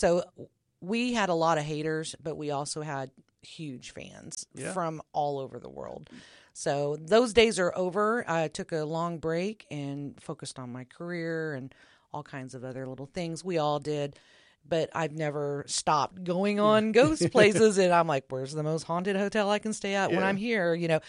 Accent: Oklahoma, United States; moved away as an adult; And I'm not from here. I am from Oklahoma.

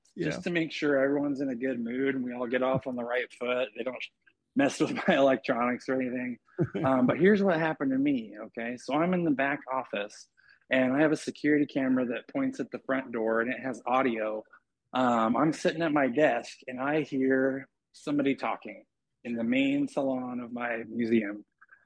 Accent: Chehalis, Washington, United States; I just moved back to Washington. I am a Washington native, born and raised in Chehalis

